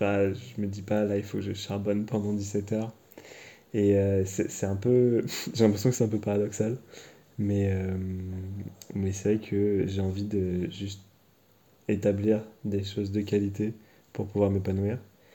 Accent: Marseille, Provence-Alpes-Côte d'Azur, France; born there; moved away as an adult; now in Paris, France; Donc, je suis né à Marseille. J'ai pas tout le temps grandi à Marseille. J'y suis retourné au collège et au lycée. J'habitais chez mes deux grands-mères jusqu'à mes 10-12 ans, en gros.

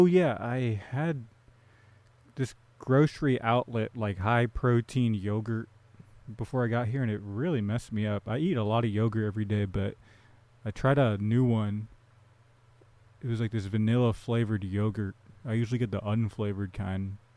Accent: Fremont, California, United States; now in Oakland, United States; Fremont, California. I'm from Fremont. And yeah, I don't know. I like that I grew up around non-white people, but I do have a lot of contempt for that city. I'm glad to be in Oakland.

